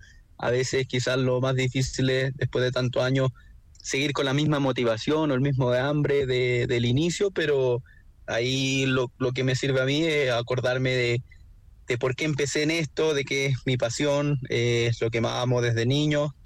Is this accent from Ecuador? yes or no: no; Chile